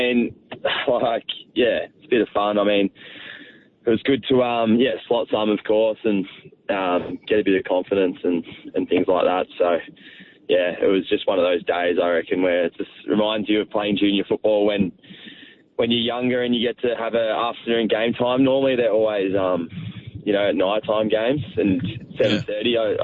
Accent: Torquay, Victoria, Australia; moved away as an adult; also born or lived in Melbourne; now in Sydney, Australia; I grew up in Torquay and loved the ocean

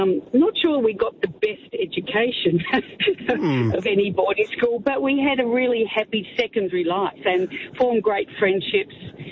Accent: Victoria, Australia; I was from a large family. We grew up in Western Victoria. Our local state school had 20 children in it from prep to grade 6.

